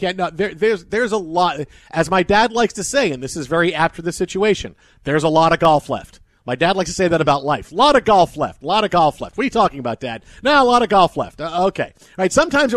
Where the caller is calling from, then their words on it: Sioux Falls, South Dakota, United States; I'm just a golf fan. I'm watching from Sioux Falls.